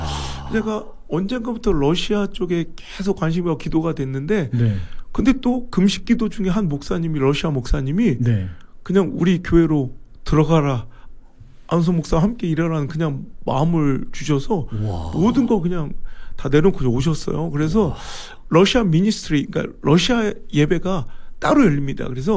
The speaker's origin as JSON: {"language": "Korean", "town": "Cheongju", "region": "North Chungcheong", "country": "South Korea", "tie": "born or raised there", "moved": "yes", "said": "제 고향 청주 지역"}